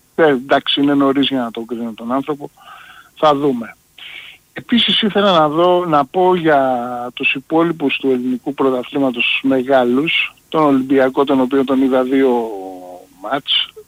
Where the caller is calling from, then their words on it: Sounio, Attica, Greece; Καλησπέρα, είμαι ο από το Σούνιο και είμαι αεκάρα.